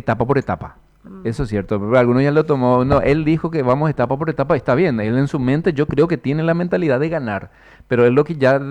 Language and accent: Spanish; Paraguay